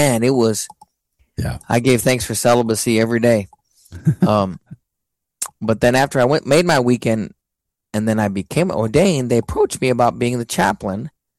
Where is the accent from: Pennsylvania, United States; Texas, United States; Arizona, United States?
Texas, United States; San Marcos; moved away; So I will be closer to where I grew up in San Marcos. My parents lived down there.